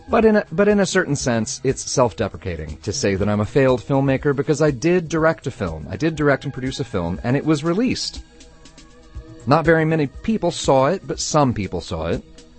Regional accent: Oklahoma, United States; my home state of Oklahoma

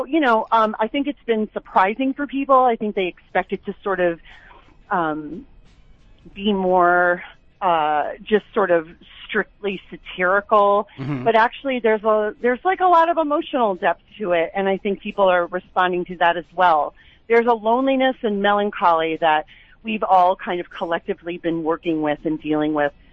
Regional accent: Chicago, Illinois, United States; moved away; I'm from Chicagoland.

